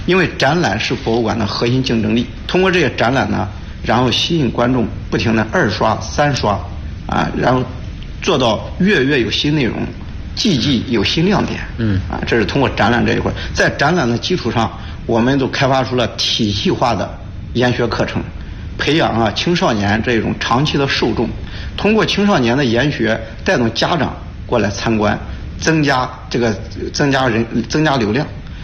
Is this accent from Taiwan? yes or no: no; Henan, China; 我们河南人说话经常喜欢说一个中字